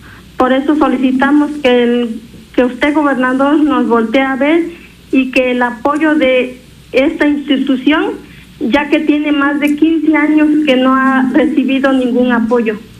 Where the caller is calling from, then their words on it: Tilapa, Puebla, Mexico; Soy integrante del Comité de Padres de Familia del Bachillerato Digital 123 de Solonquiapa, Tilapa, Puebla.